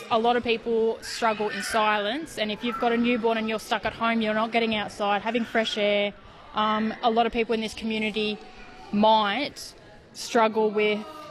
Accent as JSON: {"language": "English", "town": "Kempsey", "region": "New South Wales", "country": "Australia", "tie": "born there", "said": "I was born in Kempsey, and I live in South Kempsey at the moment."}